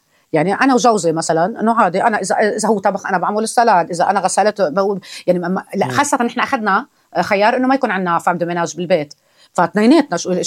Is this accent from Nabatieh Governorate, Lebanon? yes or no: yes; Kfarsir, Nabatieh Governorate, Lebanon; accent: southern; انا من الجنوب، انا من ضيعه اسمها كفرصير، قدمت شهداء، في كتير ناس فيها مثقفين، فيها تنوع كتير حلو. انا بفتخر انه انا من هذه المنطقه.